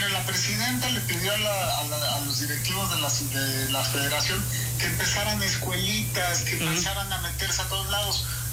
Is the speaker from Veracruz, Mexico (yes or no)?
yes; Veracruz, Mexico